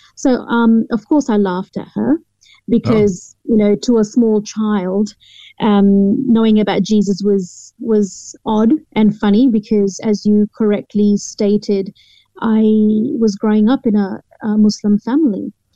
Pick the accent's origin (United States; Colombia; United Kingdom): United Kingdom; England; born there; and then moved across to England, where my father pursued law, and that's where I was born.